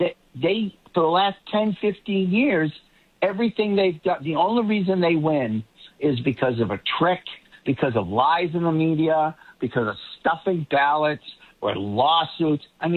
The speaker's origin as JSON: {"language": "English", "town": "Boston", "region": "Massachusetts", "country": "United States", "accent": "Boston", "said": "Now, I'm a little sensitive to it because, as you know, Mark, I've lost my accent."}